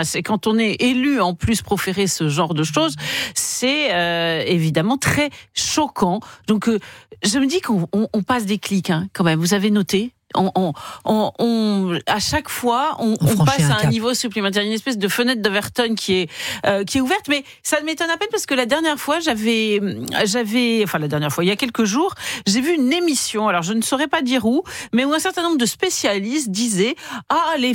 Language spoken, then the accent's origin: French; France; je parle en tant que Française